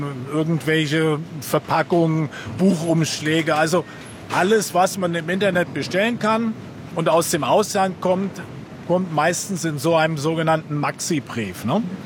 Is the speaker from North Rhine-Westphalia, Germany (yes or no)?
no; Eschwege, Hesse, Germany; moved away as an adult; also born or lived in Frankfurt; now in Central Hesse, Germany; Ich bin gekommen in 1981. Ich komme eigentlich aus Nordhessen, aus Eschwege, ist eine schöne Fachwerkstatt und da bin ich groß geworden.